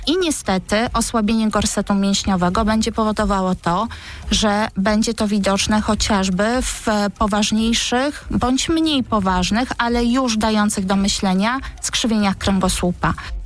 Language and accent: Polish; Gdynia, Pomeranian Voivodeship, Poland; Ja jestem z Gdyni